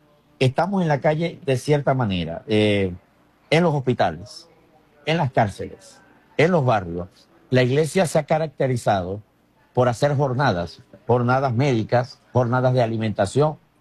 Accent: Venezuela; Somos venezolanos y aquí estamos haciendo esta marcha por Venezuela

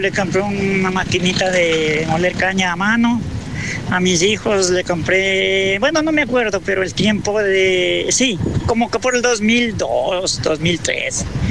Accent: Montalvo, Los Ríos, Ecuador; also born or lived in Dureno, Sucumbíos; now in Lago Agrio area, Ecuador; Yo vengo de la provincia de Los Ríos, de Playas de Montalvo. Llegamos aquí en 1979, 6 de diciembre de 1979 llegamos acá al oriente, donde había apenas tres casas

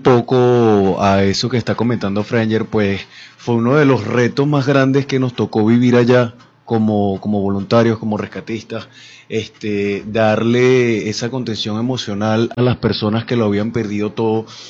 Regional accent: Venezuela; eso es lo que nos identifica a nosotros como pueblo venezolano

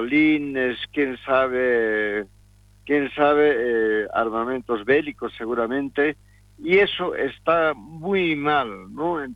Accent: Bolivia

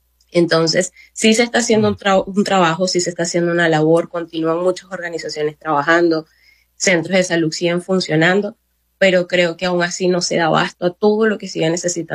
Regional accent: Barquisimeto, Lara, Venezuela; mi trabajo como médico, como soy de Barquisimeto, mi trabajo como médico no fue estando directamente en los centros de salud de La Guaira.

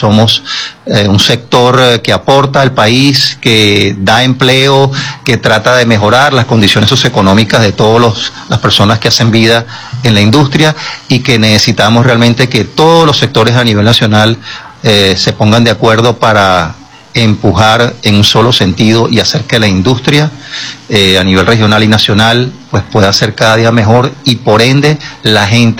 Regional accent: Venezuela; Y como venezolano, sin duda alguna, pues hacer lo mejor de nosotros, aportar y poner un granito de arena todos los días en nuestro trabajo.

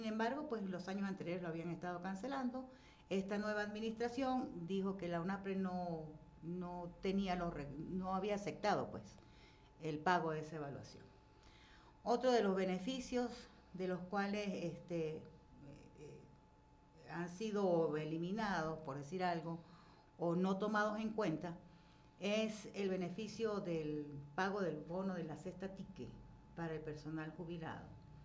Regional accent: Venezuela; Nos duele como venezolanos la tragedia que hubo en Vargas

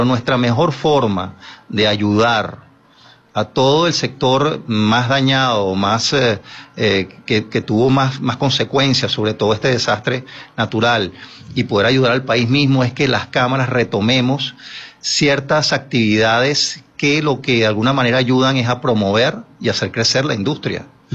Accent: Venezuela; como venezolano y como industrial.

